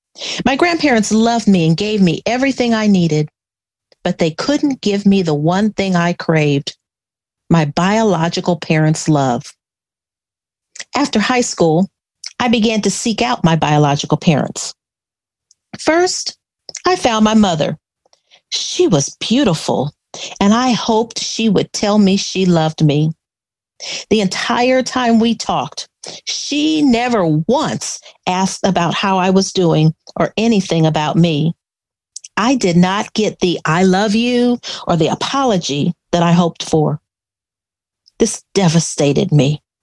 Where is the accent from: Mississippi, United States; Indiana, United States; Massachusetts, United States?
Indiana, United States; Gary; born there; So they married, and I was born in Gary, Indiana.